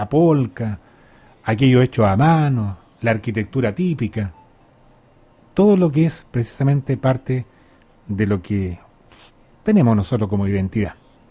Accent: Chile; es lo que somos nosotros, en este caso como chilenos

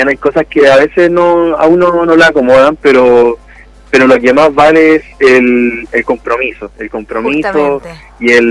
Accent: Paine, Santiago Metropolitan Region, Chile; Yo soy de Paine, la verdad.

